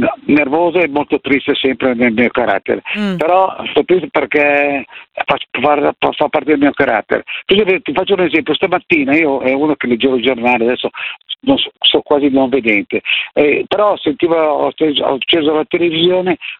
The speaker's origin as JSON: {"language": "Italian", "town": "Milan", "region": "Lombardy", "country": "Italy", "tie": "born or raised there", "said": "io ho 81 anni, sono nato in Corso Garibaldi."}